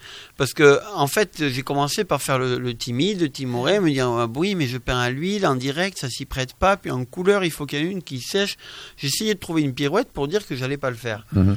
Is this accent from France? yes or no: yes; Hossegor, Nouvelle-Aquitaine, France; now in Saint-Sever, France; Moi, j'ai grandi à Hossegor, je vis maintenant à Saint-Sever en Chalosse, mais j'ai grandi à Hossegor. Et j'ai 42 ans